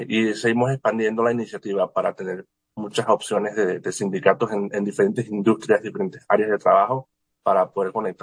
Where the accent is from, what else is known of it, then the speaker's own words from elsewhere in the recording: Venezuela; now in Rochester, United States; personalmente yo soy venezolano